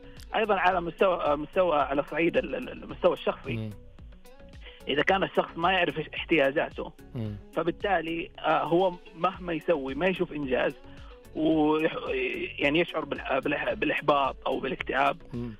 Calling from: Jeddah, Makkah Province, Saudi Arabia; أنا من جدة.

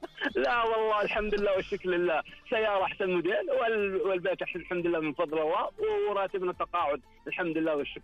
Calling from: Jeddah, Makkah Province, Saudi Arabia; نحن من جدة

